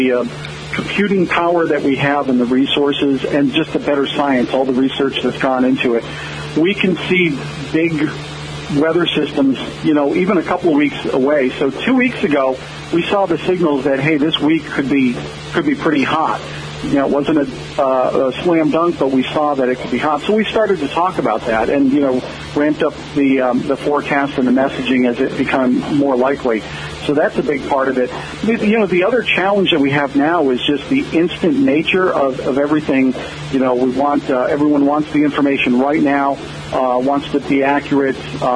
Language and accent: English; Connecticut, United States; moved away as an adult; I grew up in Connecticut